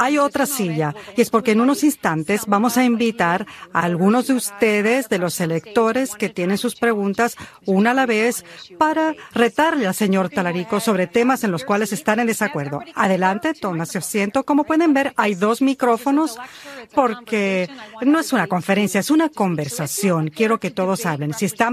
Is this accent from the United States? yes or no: yes; Burleson, Texas, United States; Vengo de Burleson, Texas. Y también yo vengo de muchas generaciones aquí en Texas, desde la Revolución. Sí, son muy buenos tejanos.